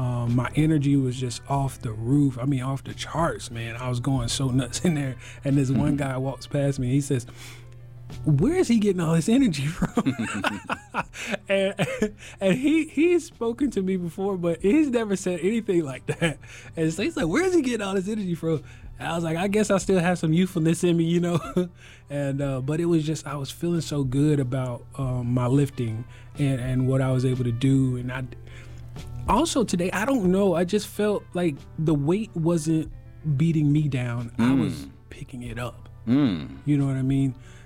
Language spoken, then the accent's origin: English; Durham, North Carolina, United States; as y'all heard, professional resilience speaker and coach, and I am from Durham, North Carolina.